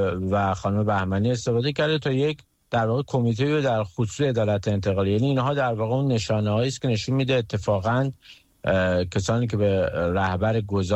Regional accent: Iran; به عنوان یک ایرانی

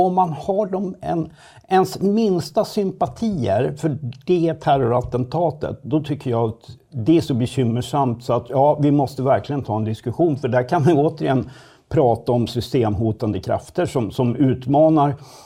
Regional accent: Södertälje, Stockholm County, Sweden; Och jag bor själv, jag kommer från Södertälje och bor där återigen.

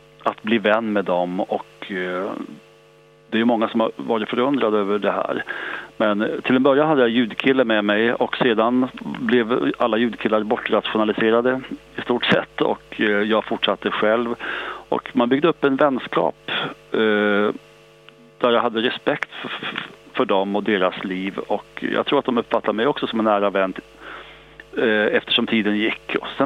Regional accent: Småland, Sweden; där jag växte upp i Småland.

